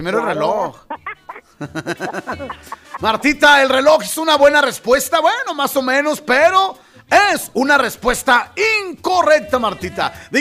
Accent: Santa Bárbara, Chihuahua, Mexico; moved away; Santa Bárbara. Santa Bárbara es una ciudad pequeña donde da temprano el sol. No, yo ahí crecí, oiga.

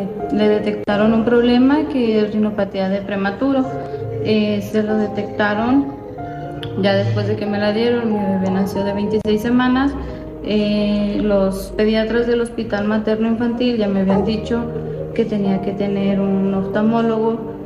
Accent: Durango, Mexico; yo no soy de Durango, soy de un rancho más para allá en Oya

